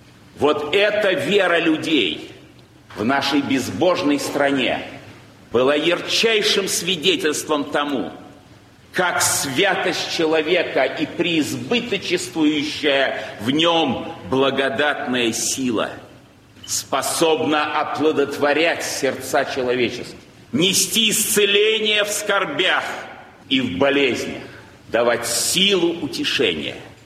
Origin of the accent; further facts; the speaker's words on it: Saint Petersburg, Russia; Я родился здесь, в Петербурге, в благочестивой семье. Мой отец был священником. Жили мы очень стесненно материально в послевоенном Ленинграде, практически в одной комнате, в коммунальной квартире.